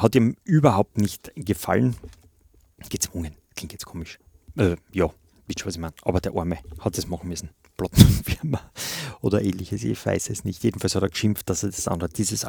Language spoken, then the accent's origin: German; Austria